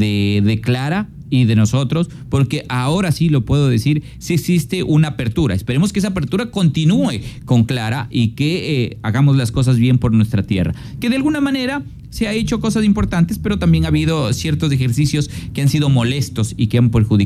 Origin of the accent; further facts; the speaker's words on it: Santo Domingo, Santo Domingo de los Tsáchilas, Ecuador; porque soy de Santo Domingo.